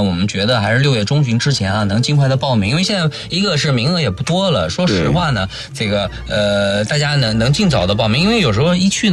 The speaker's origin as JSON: {"language": "Chinese", "town": "Nanjing", "region": "Jiangsu", "country": "China", "said": "我们南京人，"}